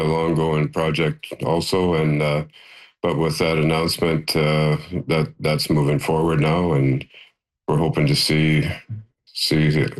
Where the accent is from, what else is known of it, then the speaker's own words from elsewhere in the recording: Thessalon, Ontario, Canada; my hometown of Thessalon